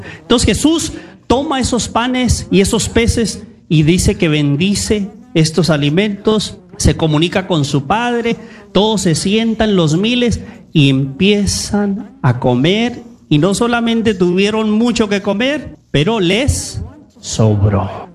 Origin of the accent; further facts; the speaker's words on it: Tijuana, Baja California, Mexico; en Tijuana, soy de Tijuana, de aquellas.